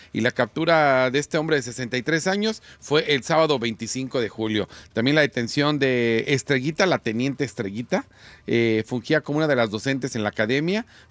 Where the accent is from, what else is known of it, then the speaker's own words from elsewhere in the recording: Texcoco, State of Mexico, Mexico; con pedo salimos de Texcoco